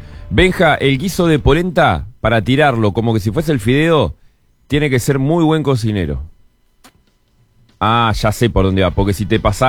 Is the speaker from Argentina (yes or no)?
no; Montevideo, Uruguay; born there; also born or lived in Bella Unión, Artigas, Uruguay; mi viejo, cuando vinimos del norte, vinimos de Bella Unión, el primer laburo que estuvo fue en el cuartel Florida, ahí en Punta de Rieles